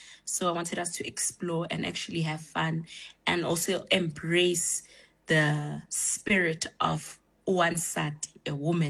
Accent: Pretoria, Gauteng, South Africa; Coming from Pretoria, I was born and bred in Pretoria, right?

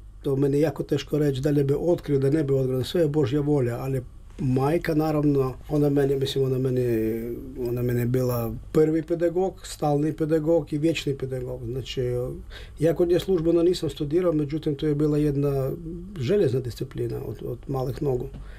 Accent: Lviv, Lviv Oblast, Ukraine; also born or lived in Moscow; now in Croatia; Ja sam rođen u Lavovu, to je u zapadnom ukrajinskom gradu, jedini europsko orijentirani grad u Ukrajini.

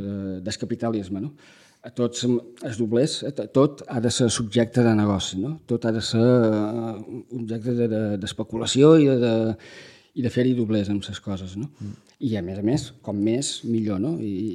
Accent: Balearic Islands, Spain; Que ens defineixen com a menorquins, com a menorquines, com a illa

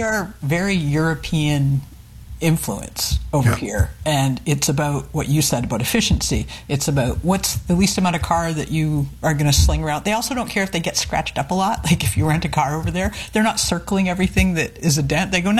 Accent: Canada; You're absolutely right. Canadians wouldn't, but we are American for all intents and purposes when it comes to the market.

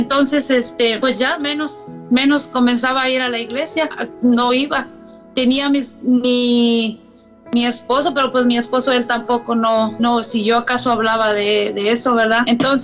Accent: Mexico; moved away; Entonces yo como quiera ya me vine de México y allá sí iba a misa, pero ya cuando llegué yo aquí ya casi nunca iba a misa.

